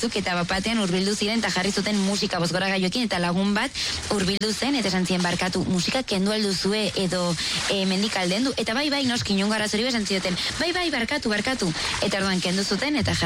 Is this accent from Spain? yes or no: yes; Eltzaburu, Navarre, Spain; nire herritik, eltzaburutik, oinez joaten gara